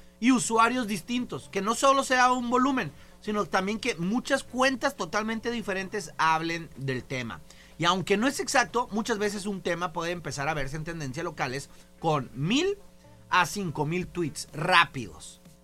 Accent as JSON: {"language": "Spanish", "country": "Mexico", "said": "nosotros somos mexicanos"}